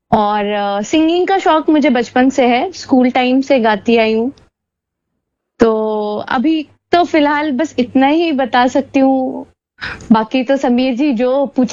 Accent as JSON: {"language": "Hindi", "town": "Prayagraj", "region": "Uttar Pradesh", "country": "India", "lives_now": "Bangalore, India", "said": "लखनऊ की तो नहीं, मैं प्रयागराज से हूँ।"}